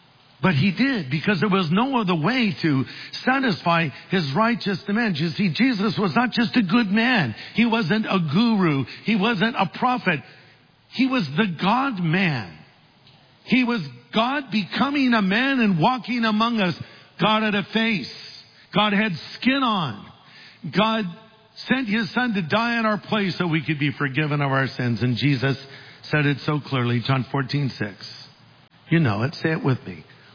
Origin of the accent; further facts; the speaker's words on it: California, United States; And outdoorsman, I'm not. I'm from California.